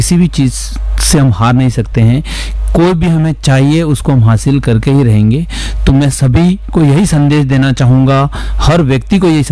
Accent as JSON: {"language": "Hindi", "region": "Rajasthan", "country": "India"}